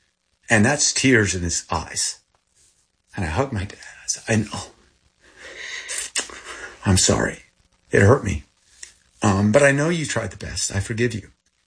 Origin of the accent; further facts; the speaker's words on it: Thailand; first language Thai; English is a second language; also born or lived in Texas, United States; now in United States; I was 9 months old. I was born in Texas. And I grew up in Thailand. And I grew up with Thai people. And my first language was Thai.